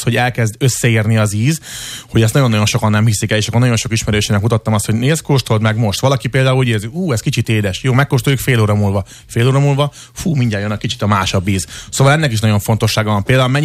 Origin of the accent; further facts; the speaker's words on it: Püspökszilágy, Pest, Hungary; én Püspökszilágyról származom